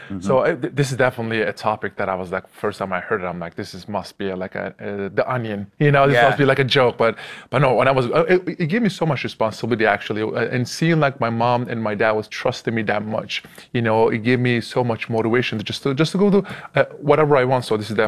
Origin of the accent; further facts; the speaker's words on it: Turkey; moved away; also born or lived in Switzerland; So I grew up in Turkey. I born in Switzerland, grew up in Turkey, right?